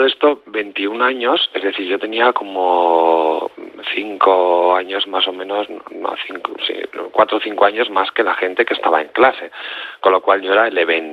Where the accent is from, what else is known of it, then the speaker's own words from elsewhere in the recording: Basque Country, Spain; Porque yo soy del País Vasco.